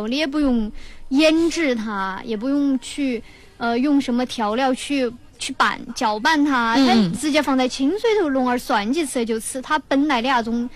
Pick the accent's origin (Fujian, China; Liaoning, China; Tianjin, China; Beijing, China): Beijing, China; 除了我们北京人